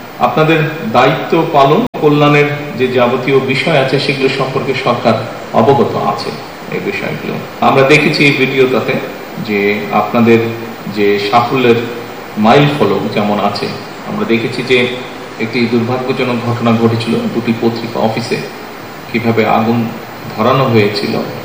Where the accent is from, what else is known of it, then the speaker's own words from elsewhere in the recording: Bangladesh; ছোটবেলা থেকে এখানে বড় হয়েছি